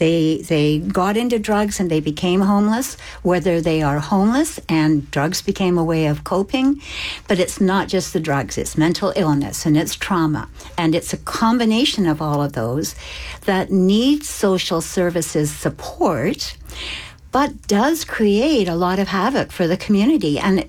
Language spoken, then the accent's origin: English; Canada; as I said, I find it, as a Canadian, I find it an embarrassment.